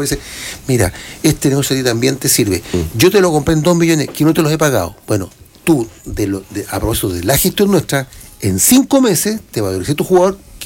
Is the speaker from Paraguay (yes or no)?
no; Chile; Sí, pues, bueno.